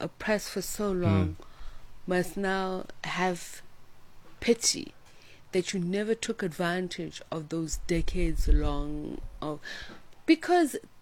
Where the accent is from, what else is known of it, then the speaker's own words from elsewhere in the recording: Boksburg, Gauteng, South Africa; Maybe it's because I grew up in Boksburg